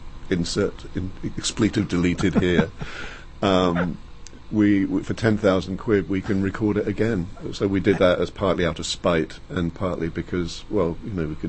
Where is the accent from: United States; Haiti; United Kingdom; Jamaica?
United Kingdom; England; accent: English; She took the mickey out of my English accent.